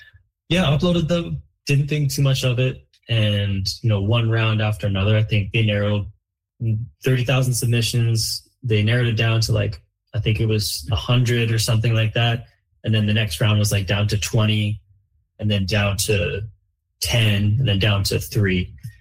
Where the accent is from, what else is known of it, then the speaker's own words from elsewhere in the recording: Coquitlam, British Columbia, Canada; For sure. I honestly loved it. It was 18 years of my life. You say Coquitlam, but really it was the Tri-Cities for me. You know, I lived in Coquitlam, just up Johnson by Coquitlam Ce